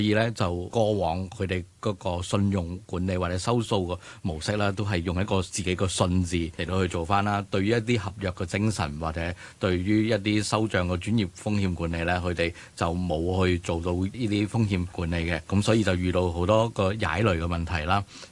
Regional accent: Macau; 咁系嚟自于澳门嘅。咁我本身系澳门人啦，咁我就本身系澳门咧

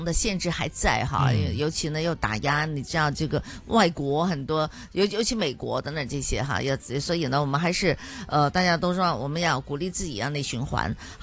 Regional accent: Hong Kong; 我觉得他执行就参考了我们香港人的这个

